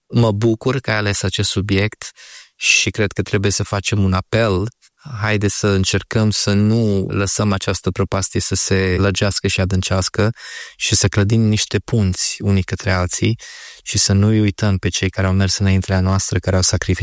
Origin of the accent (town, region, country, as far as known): Romania; moved away; also born or lived in Dublin, Ireland